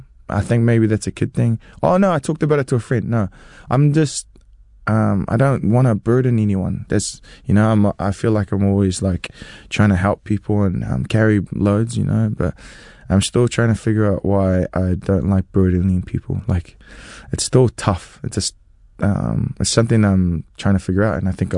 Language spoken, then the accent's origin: English; Waitara, Taranaki, New Zealand; I'm a kid from Waitara, you know, you kind of just figure it out as you go along.